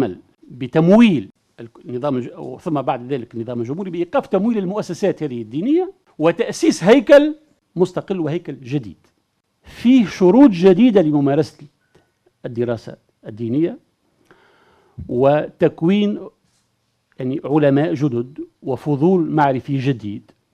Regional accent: Tunisia; عندنا في تونس

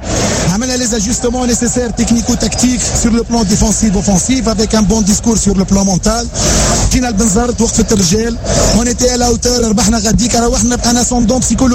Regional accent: Sfax, Sfax Governorate, Tunisia; على خاطرني سفاقسي

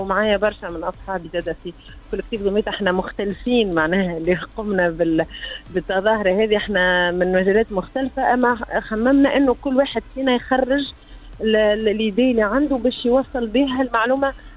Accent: Djerba, Medenine, Tunisia; للحومة في جربة

